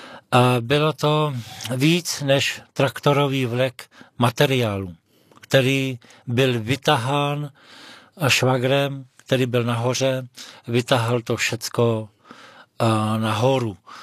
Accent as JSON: {"language": "Czech", "region": "Vysočina Region", "country": "Czechia", "said": "přišel jsem na Moravu, přestěhoval jsem se z Vysočiny na Prostějovsko"}